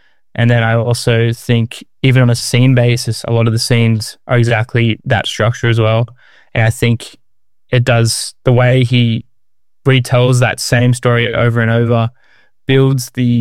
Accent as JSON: {"language": "English", "country": "Australia", "moved": "as an adult", "lives_now": "Paris, France", "said": "I'm from Australia. I've been in Paris since January, just on a year-long working holiday visa."}